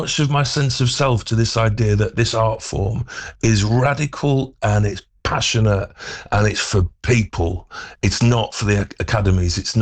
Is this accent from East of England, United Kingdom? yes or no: no; Stockport, North West England, United Kingdom; moved away; And I'm from Stockport, you know, I'm from the kind of suburban edges of Manchester.